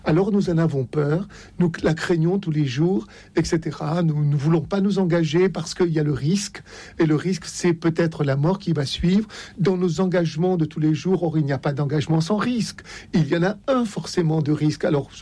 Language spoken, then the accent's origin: French; Oran, Oran Province, Algeria; born there; Je suis né à Oran.